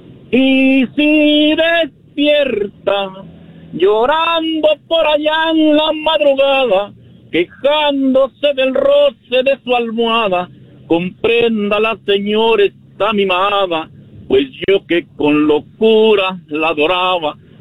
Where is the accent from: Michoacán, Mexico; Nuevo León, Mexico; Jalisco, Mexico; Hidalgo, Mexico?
Michoacán, Mexico; Puro Michoacán.